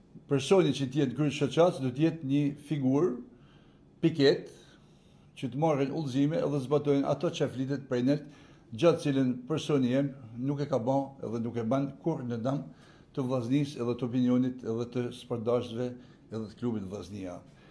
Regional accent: Shkodër, Shkodër County, Albania; jam shkodran

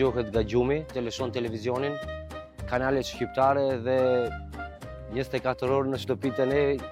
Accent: Albania; Ne zakonisht nga kjo pjesë jemi toskë.

